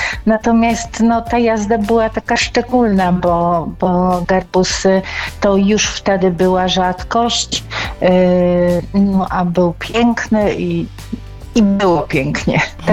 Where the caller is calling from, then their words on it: Tarnów, Lesser Poland, Poland; Dzwonię z Tarnowa, ale słucham Radia Warszawa.